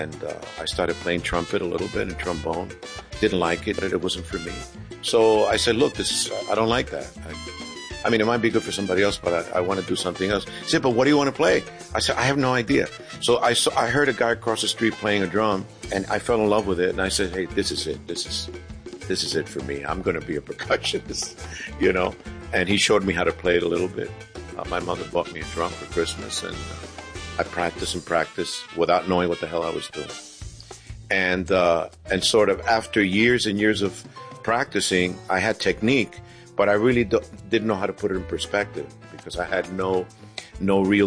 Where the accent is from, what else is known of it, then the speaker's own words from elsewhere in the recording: New York City, New York, United States; Okay, I grew up in the Bronx when I was a kid, and growing up there was really tough in my days. A lot of gangs